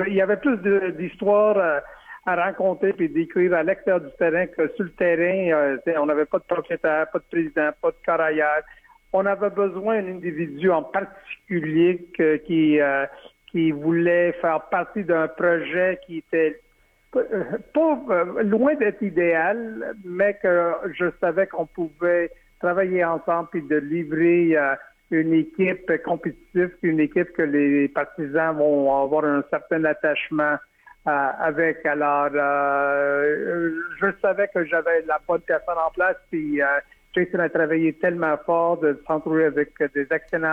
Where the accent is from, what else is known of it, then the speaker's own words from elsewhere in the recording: Montreal, Quebec, Canada; also born or lived in Edmonton; en 2002, moi, j'avais besoin de quitter Montréal pour aller dans l'ouest du pays pour aller travailler pour une équipe qui, à cette époque-là, s'appelait les Eskimos d'Edmonton, pour aller chercher ma crédibilité pour revenir dans ma ville natale